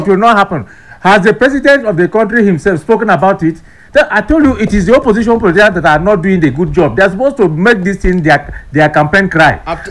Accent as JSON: {"language": "English", "country": "Nigeria", "said": "I'm a Nigerian."}